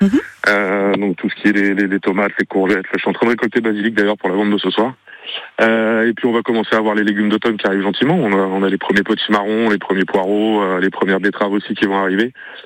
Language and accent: French; Auvergne-Rhône-Alpes, France; also born or lived in Paris region; now in Périgord, France; originairement je suis du Cantal